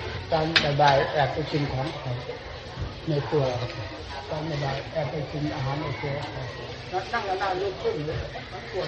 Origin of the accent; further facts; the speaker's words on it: Isan, Thailand; เราเองคนเป็นคนภาคอีสาน